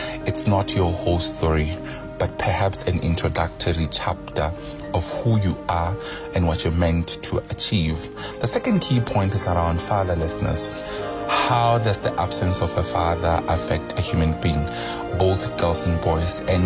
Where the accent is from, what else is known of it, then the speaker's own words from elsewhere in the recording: Mpumalanga, South Africa; I grew up in a small village called Masube, Pankop in Mpumalanga, and I think that's where the story of my life got all of its ingredients and the spices to make me who I am.